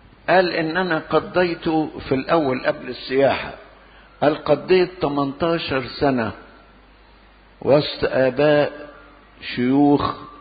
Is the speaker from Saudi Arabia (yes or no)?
no; Benha, Qalyubia, Egypt; born there; now in Cairo, Egypt; لما جينا من بنها من الريف وجينا في القاهرة